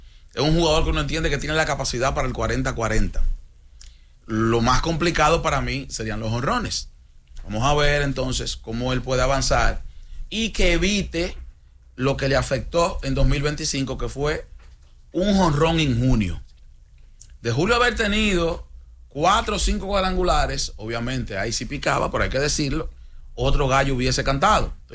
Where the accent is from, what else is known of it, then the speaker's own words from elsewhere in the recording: Dominican Republic; eso somos nosotros los dominicanos.